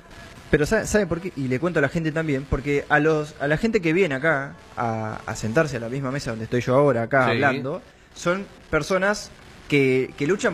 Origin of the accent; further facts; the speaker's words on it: Argentina; somos todos argentinos